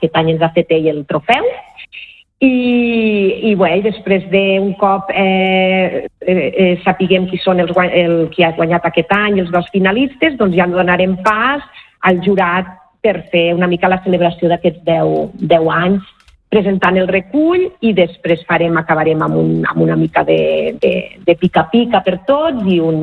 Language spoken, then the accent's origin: Catalan; Tremp, Catalonia, Spain; born there; also born or lived in La Pobla de Segur; Sí. Jo sóc nascuda al Pallars, a Tremp.